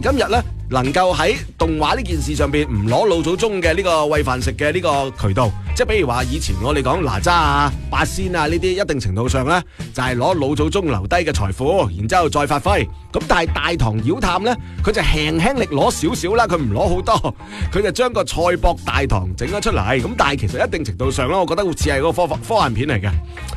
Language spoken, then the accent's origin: Cantonese; Guangdong, China